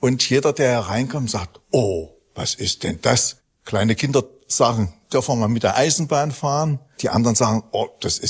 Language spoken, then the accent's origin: German; Döblitz, Saxony-Anhalt, Germany; born there; also born or lived in Halle; Ich habe 20 Jahre in Halle gewohnt. Also ich bin hier in Döblitz geboren, bin auch in der Kirche getauft worden